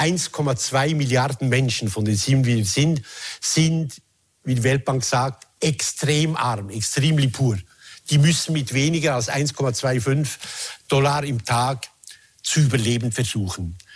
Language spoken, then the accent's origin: German; Switzerland; Ich bin in der Schweiz aufgewachsen.